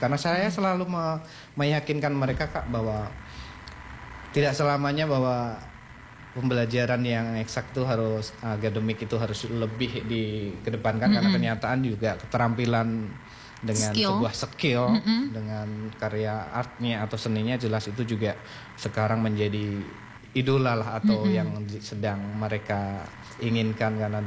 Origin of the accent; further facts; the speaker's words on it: Yogyakarta, Special Region of Yogyakarta, Indonesia; now in Pemali, Indonesia; saya sendiri ya asli dari Pulau Jawa sana, tepatnya ada di lingkungan Jogja sana